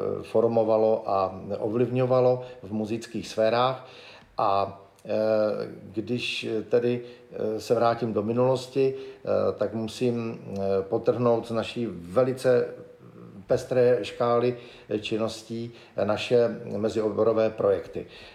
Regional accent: Zlín, Zlín Region, Czechia; also born or lived in Kroměříž; Ano, jsem Valach. Rodák ze Zlína, což je taková brána Valašská.

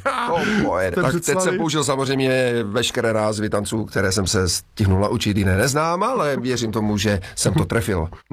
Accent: North Moravia, Czechia; Protože my jsme prostě ze severu Moravy a Adri je z jihu Moravy.

